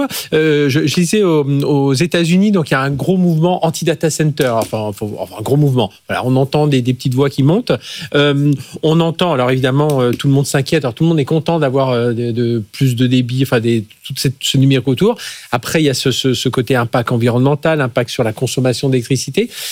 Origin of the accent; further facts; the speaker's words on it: Brittany, France; Alors, moi, je suis breton